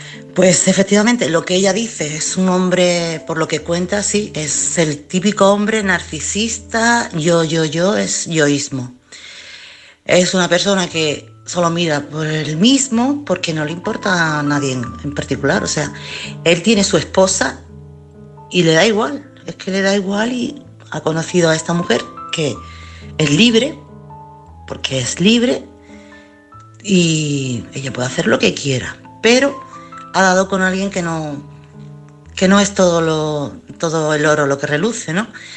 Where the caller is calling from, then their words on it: Chiclana de la Frontera, Andalusia, Spain; corresponsal de Chiclana.